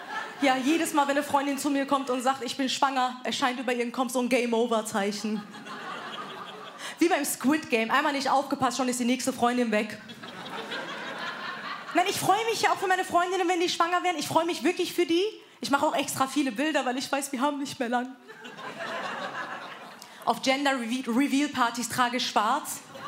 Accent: Wiesbaden, Hesse, Germany; Da, wo ich herkomme, wird es einfach zugetackert und gut ist. Und damit meine ich nicht Iran, sondern Wiesba

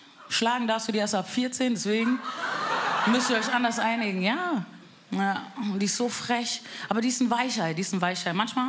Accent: Bavaria, Germany; now in Frankfurt, Germany; Mein Migrationshintergrund sieht man mir an. Ich bin aus Frankfurt. Spaß, ich bin eigentlich aus Bayern. Wirklich, bordisch Mädel.

